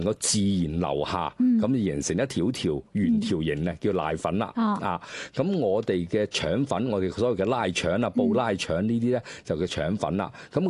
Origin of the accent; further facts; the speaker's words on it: Guangzhou, Guangdong, China; 嗱，譬如我哋廣州，我哋食得比較鮮味，比較淡味啦，啊，咁其實可以體現咗我哋廣州人其實就。冇乜脾氣嘅